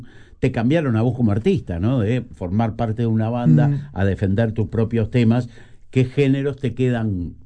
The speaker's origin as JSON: {"language": "Spanish", "region": "Montevideo", "country": "Uruguay", "said": "Los montevideanos somos porteños."}